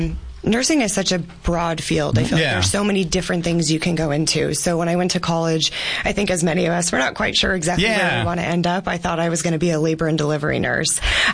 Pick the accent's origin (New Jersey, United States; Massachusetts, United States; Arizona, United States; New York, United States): Arizona, United States; Yuma; So born and raised in Yuma.